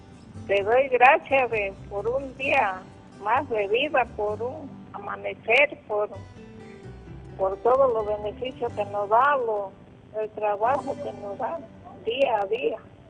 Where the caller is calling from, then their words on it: Orizaba, Veracruz, Mexico; De aquí de Orizaba, Veracruz.